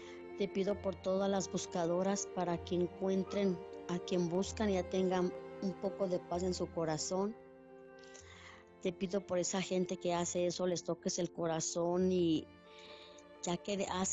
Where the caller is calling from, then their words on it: Ocotlán, Jalisco, Mexico; De aquí de Ocotlán, Jalisco.